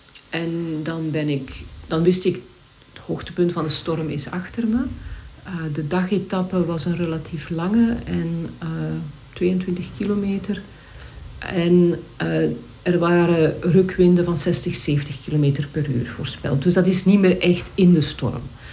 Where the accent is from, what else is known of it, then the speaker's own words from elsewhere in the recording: Flanders, Belgium; Want ik ben een wandelaar van Vlaanderen. Veel bergen hebben wij niet.